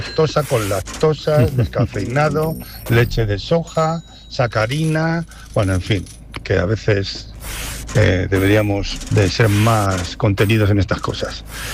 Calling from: Chillarón del Rey, Castilla-La Mancha, Spain; de Chillarón del Rey.

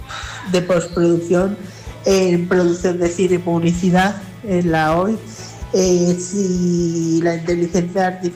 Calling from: Almagro, Castilla-La Mancha, Spain; de Almagro, en Ciudad Real.

